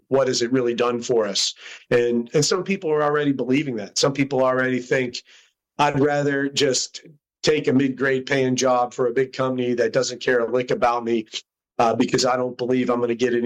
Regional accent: Morgantown, West Virginia, United States; born there; Well, I was born in Morgantown, and my mom's from Greenbrier County, more far southern, St. Nicholas, Greenbrier areas. My dad's from up in Altoona, PA, railroad country. And they met up around Morgantown, so that's where I came into the picture.

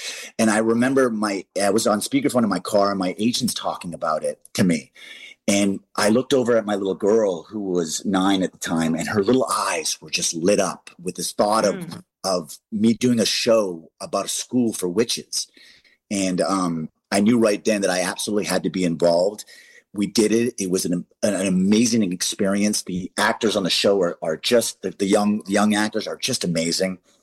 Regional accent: Canada; now in United States; I'm Canadian. I love Canada, born and raised. America gave me the amazing opportunity of flourishing in this great film business.

